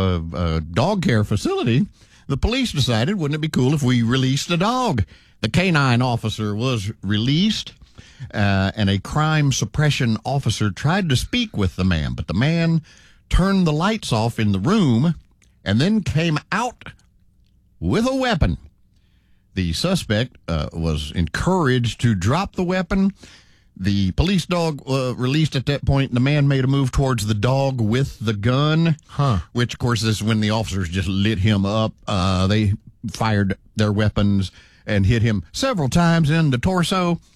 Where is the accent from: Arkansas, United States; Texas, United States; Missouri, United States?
Texas, United States; Houston; I grew up in Spring Branch. That's where the shooting took place.